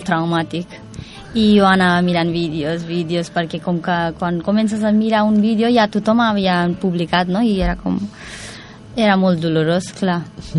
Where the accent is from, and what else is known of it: Nepal; moved away